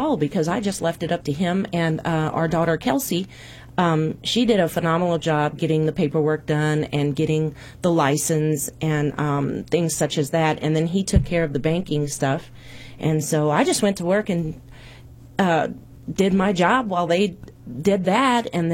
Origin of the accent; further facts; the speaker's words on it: Old Mines, Missouri, United States; now in DeSoto, United States; I grew up in Old Mines.